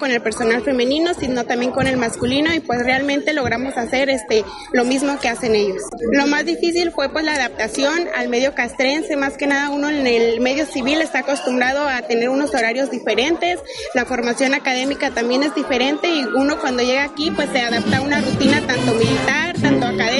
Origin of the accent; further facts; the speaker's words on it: Zacatecas, Mexico; moved away as an adult; Yo soy originaria del estado de Zacatecas. Es muy raro que por acá gente del norte esté aquí en las costas, porque por lo regular es gente costera, pero pues el interés a pertenecer a la naval me hizo estar aquí. Tengo actualmente 21 años